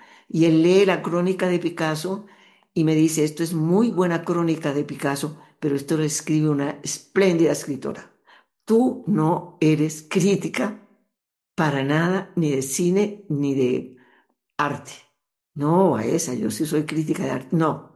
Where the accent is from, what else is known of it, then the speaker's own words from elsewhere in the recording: Colombia; moved away; Empecé en Italia, que era fácil. No nos pedían papeles, documentos. Colombia no necesitaba visa para nada, nunca.